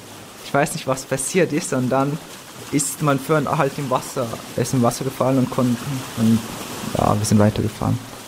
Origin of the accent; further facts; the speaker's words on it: Iran; now in Austria; Und ich bin in Iran geboren und aufgewachsen und wir waren dort halt illegal und ich konnte nichts machen.